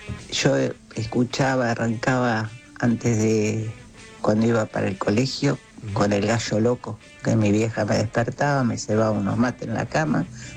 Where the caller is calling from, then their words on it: Quilmes, Buenos Aires Province, Argentina; de Quilmes.